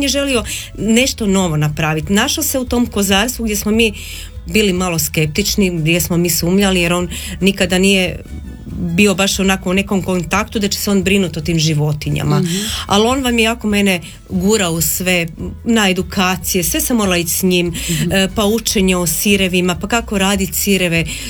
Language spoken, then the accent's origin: Croatian; Croatia; moved away as an adult; also born or lived in Zagreb; ja sam se rodila u Zagrebu, djetinjstvo sam provela u Zagorju i udam sam se ponovno vratila u Zagreb.